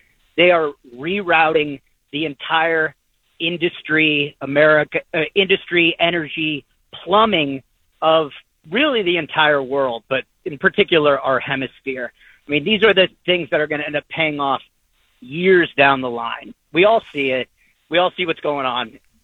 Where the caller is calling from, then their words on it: Connecticut, United States; I'm in the middle of Connecticut right now.